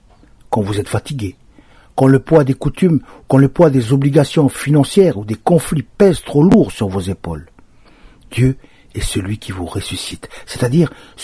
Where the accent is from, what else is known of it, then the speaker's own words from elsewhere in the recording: New Caledonia; Chez nous, en Kanaky Nouvelle-Calédonie